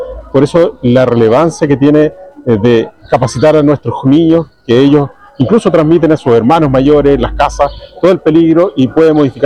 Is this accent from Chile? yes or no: yes; Chile